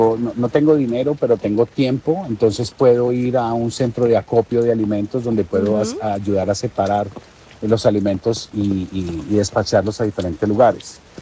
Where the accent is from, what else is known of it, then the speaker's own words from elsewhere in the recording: Pereira, Risaralda, Colombia; nosotros como colombianos, como pereiranos